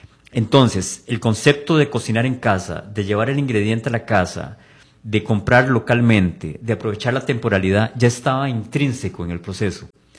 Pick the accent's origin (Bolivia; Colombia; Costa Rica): Costa Rica; nos damos cuenta de lo que hacemos los ticos